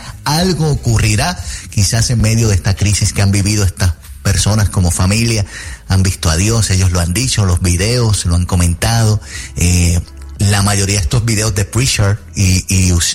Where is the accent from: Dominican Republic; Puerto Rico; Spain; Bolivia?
Puerto Rico; nosotros nos encariñamos con él como boricua